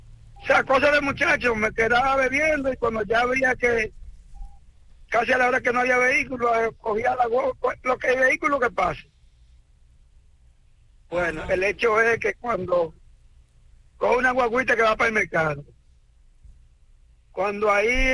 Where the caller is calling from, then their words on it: Dominican Republic; Yo soy una persona ya de los 40 y pico, buscando para los 50. Pero cuando yo era muchacho, yo soy de Yamastán.